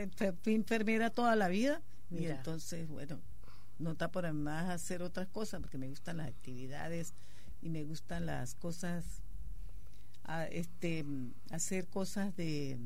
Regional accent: Venezuela; moved away as an adult; now in Catalonia, Spain; Yo soy de Venezuela. Uh-huh. Tengo 9 años de estar aquí.

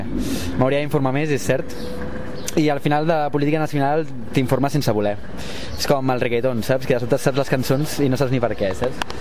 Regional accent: El Prat de Llobregat, Catalonia, Spain; soc del Prat de tota la vida

